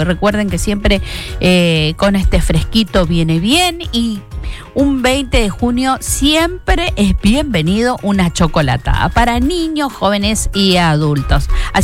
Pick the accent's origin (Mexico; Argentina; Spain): Argentina; Pero creo que argentinizamos a todo el mundo